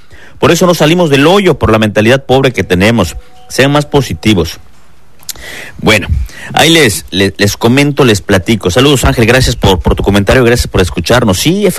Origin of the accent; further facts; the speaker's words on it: Mexico; nosotros como mexicanos